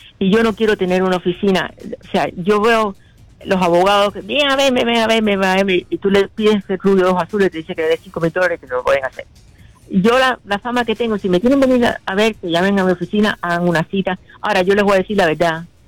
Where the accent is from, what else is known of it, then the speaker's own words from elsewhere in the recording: Cuba; now in United States; Y yo soy cubana.